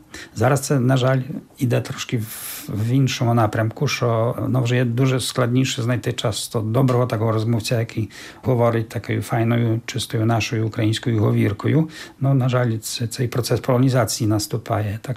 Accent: Czeremcha, Podlaskie Voivodeship, Poland; моя рідна Черемха також, бо це також такий сильний центр, ну, але є такі села довкола саме моєї місцевості

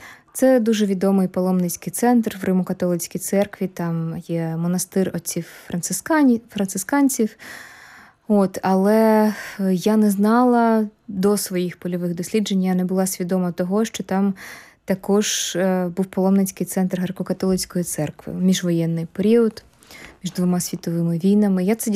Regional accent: Kyiv, Ukraine; born or raised there

